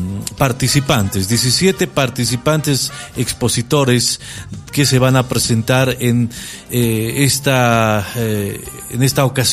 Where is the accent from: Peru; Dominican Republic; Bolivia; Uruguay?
Bolivia; porque todos somos bolivianos